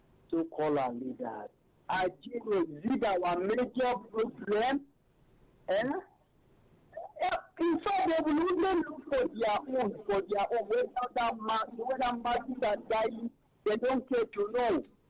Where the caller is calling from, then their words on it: Abu Dhabi, United Arab Emirates; I'm calling you from Abu Dhabi.